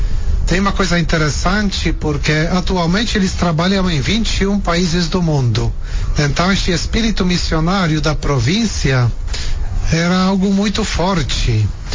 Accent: Poland; moved away as an adult; sou missionário redentorista, nasci na Polônia, entrei na congregação 40 anos atrás.

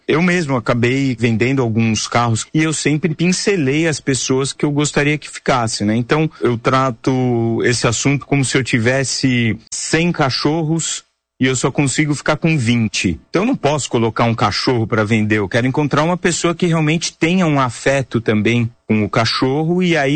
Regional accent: São Paulo, Brazil; minha família é aqui de São Paulo, né? Fui criado aqui em São Paulo.

